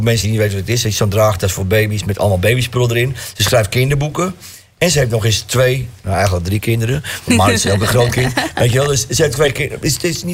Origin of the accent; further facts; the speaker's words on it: Amsterdam, North Holland, Netherlands; Ik kom uit de Jordaan en ik ben alleen maar op straat opgevoed.